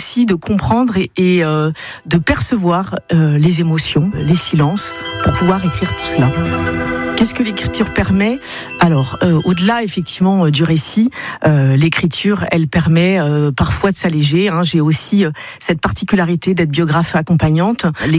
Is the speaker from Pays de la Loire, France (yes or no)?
yes; Parigné-l'Évêque, Pays de la Loire, France; also born or lived in Le Mans; j'ai 50 ans. Je suis née au Mans et j'ai grandi à Parigny-l'Évêque.